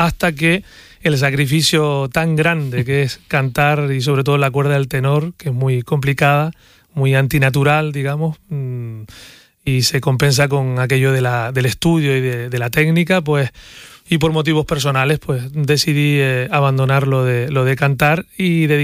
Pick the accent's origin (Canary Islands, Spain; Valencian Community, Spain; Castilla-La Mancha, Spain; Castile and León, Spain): Canary Islands, Spain; La Orotava; yo soy villero, soy de la Villa de la Orotava.